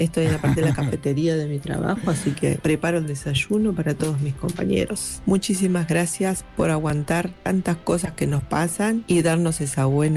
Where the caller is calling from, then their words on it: Buenos Aires, Argentina; de Balvanera.